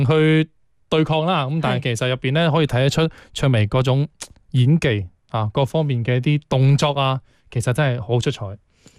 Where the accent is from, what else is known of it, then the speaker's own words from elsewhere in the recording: Guangdong, China; 今天我们是广东人啊